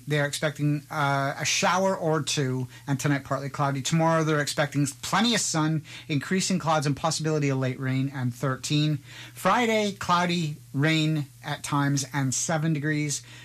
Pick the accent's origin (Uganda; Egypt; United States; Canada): Canada; Western Canada; moved away; growing up in Western Canada